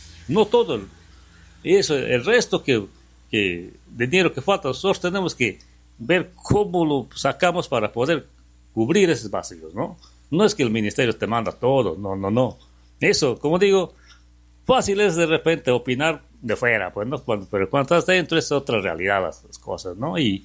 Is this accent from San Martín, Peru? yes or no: yes; Bellavista, San Martín, Peru; now in Lamas, Peru; Por si yo no soy de Lamas, pues, ¿no? Yo soy de Bellavista, pero ya me siento ser parte de Lamas porque vivo acá, me cobija Lamas, mi familia es de acá